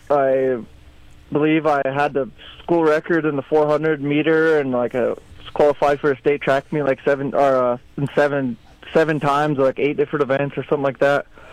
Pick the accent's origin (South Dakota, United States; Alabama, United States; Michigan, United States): South Dakota, United States; Kyle; I grew up in Kyle, South Dakota, on the dead center of the Pine Ridge Reservation.